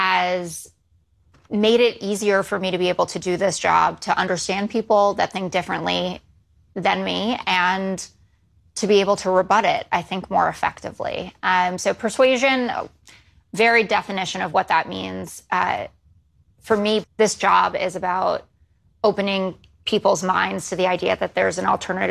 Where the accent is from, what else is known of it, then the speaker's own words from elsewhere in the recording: New York City, New York, United States; I grew up in New York City, very liberal family, school with all liberals.